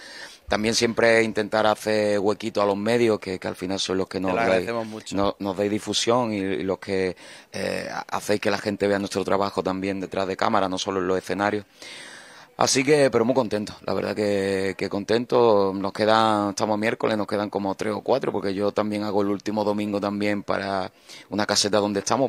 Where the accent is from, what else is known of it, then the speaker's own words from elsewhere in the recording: Málaga, Andalusia, Spain; yo soy amante de mi tierra, amante de Málaga.